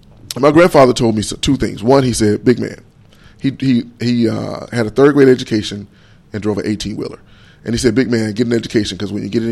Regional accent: Pine Bluff, Arkansas, United States; I'm a kid from Pine Bluff.

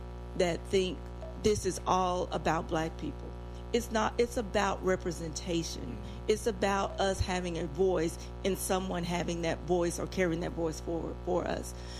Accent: Arkansas, United States; Where are you from? Arkansas. Hey, y'all, we got somebody here from Arkansas.

